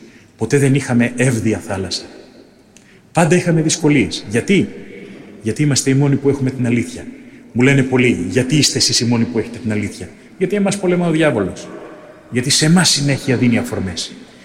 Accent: Greece; Αγαπάω την πατρίδα μου.

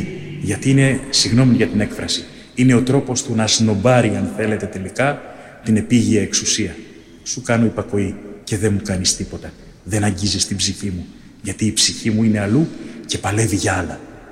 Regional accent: Greece; Αγαπάω την πατρίδα μου.

